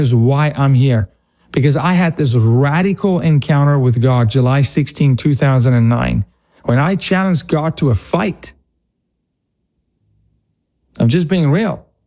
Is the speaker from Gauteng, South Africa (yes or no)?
yes; Johannesburg, Gauteng, South Africa; I'm from the East, what's called the East Rand. So think of the Bronx, because I'm from Johannesburg.